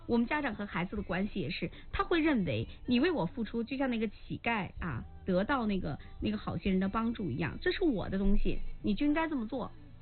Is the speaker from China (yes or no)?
yes; China